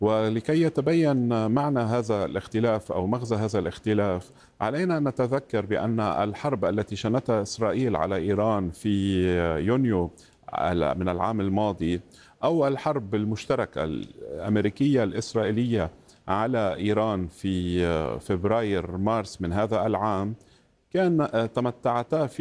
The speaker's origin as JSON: {"language": "Arabic", "country": "Lebanon", "said": "وخاصة أني آتي من لبنان ونحن نعيش في ظل حروب مستمرة"}